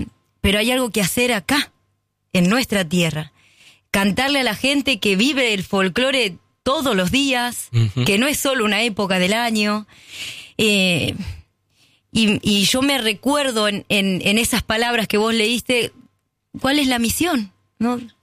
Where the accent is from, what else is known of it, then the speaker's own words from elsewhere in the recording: Roque Pérez, Buenos Aires Province, Argentina; now in Buenos Aires, Argentina; Soy nacida en un pueblo, en Roque Pérez, provincia